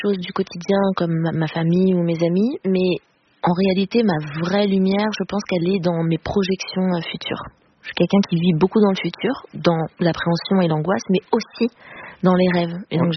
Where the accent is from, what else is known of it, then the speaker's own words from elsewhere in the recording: Paris, Île-de-France, France; Moi, je suis vraiment à Paris, voilà. Parisienne, je suis née voilà, dans le Paris même.